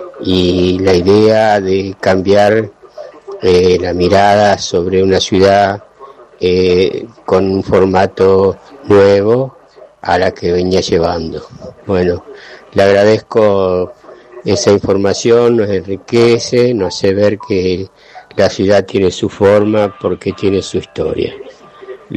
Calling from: Santa Fe, Argentina; de Barrio Roma

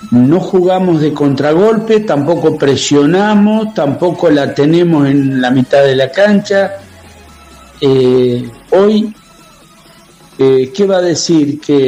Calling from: Humboldt, Santa Fe, Argentina; de Humboldt.

